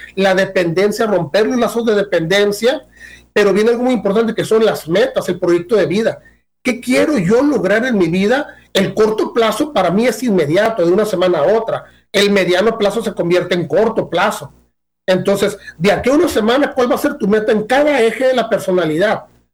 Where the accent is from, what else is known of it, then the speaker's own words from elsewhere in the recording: Mexico; yo estoy en México. Ok, como mexicanos